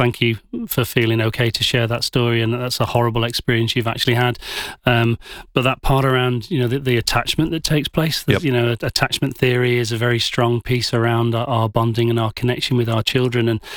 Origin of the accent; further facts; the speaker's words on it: England, United Kingdom; now in Adelaide, Australia; as an Englishman